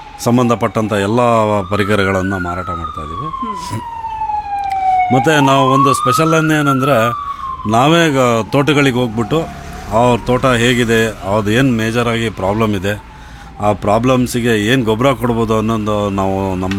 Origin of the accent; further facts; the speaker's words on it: Konandur, Karnataka, India; now in Shivamogga, India; ನಮ್ಮ ನೇಟಿವ್ ಬಂದು ಕೋಣಂದೂರು, ತೀರ್ಥಳ್ಳಿ ತಾಲೂಕು. ಶಿವಮೊಗ್ಗ ಬಂದು